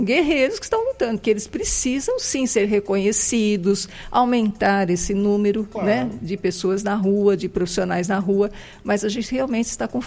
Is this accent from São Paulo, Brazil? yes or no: yes; Cordeirópolis, São Paulo, Brazil; que eu sou de Cordeirópolis, e Cordeirópolis precisa de ajuda.